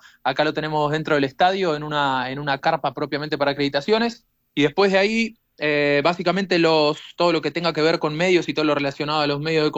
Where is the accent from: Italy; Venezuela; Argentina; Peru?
Argentina; Buenos Aires; born there; Exactamente, Buenos Aires.